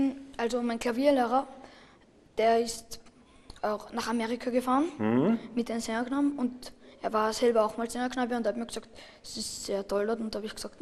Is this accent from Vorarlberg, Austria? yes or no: no; Vienna, Austria; bin Wiener und bin 11 Jahre alt.